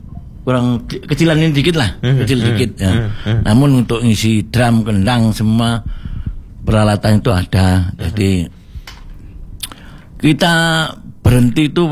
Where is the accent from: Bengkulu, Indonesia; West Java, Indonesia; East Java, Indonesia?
East Java, Indonesia; Malang; Saya kan orang Malang.